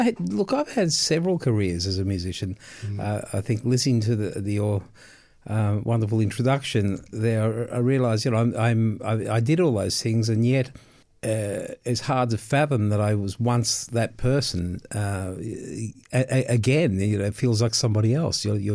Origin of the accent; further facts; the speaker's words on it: Melbourne, Victoria, Australia; But I grew up in Fitzroy North, and I'm back there. And no matter how many times I've moved away, I seem to gravitate back to my roots. And there were many Italians, many Greeks around that area at that time.